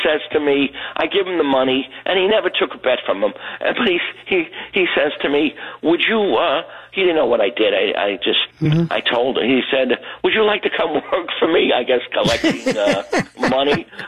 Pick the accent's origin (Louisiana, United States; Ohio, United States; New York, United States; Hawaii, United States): New York, United States; Brooklyn; I'm a Greek from Brooklyn.